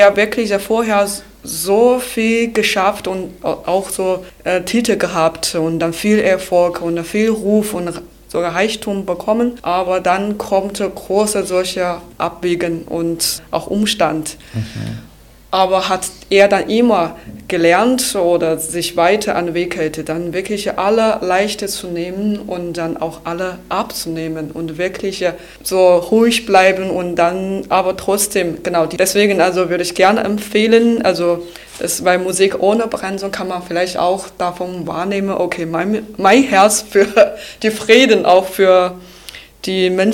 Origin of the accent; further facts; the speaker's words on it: China; German is a second language; Die meisten Lieder sind aus meiner Heimat.